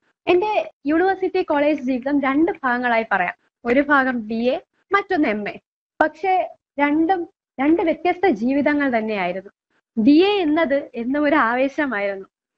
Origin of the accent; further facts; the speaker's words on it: Varkala, Kerala, India; ഞാൻ വർക്കല സ്വദേശിനിയാണ്. ഞാൻ യൂണിവേഴ്സിറ്റി കോളേജില് MA ഇംഗ്ലീഷ് വിദ്യാർത്ഥിനിയാണ്.